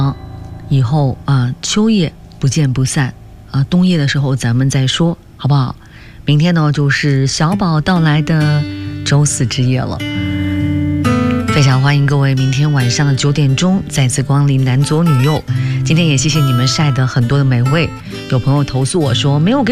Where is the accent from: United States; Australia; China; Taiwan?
China; Northeast China; 这小时候在我们东北是不常见的